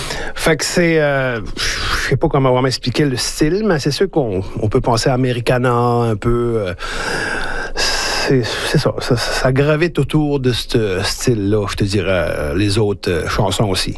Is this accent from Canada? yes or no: yes; Prince Edward Island, Canada; on est Acadien à travers travers ce grand pays qui est le Canada.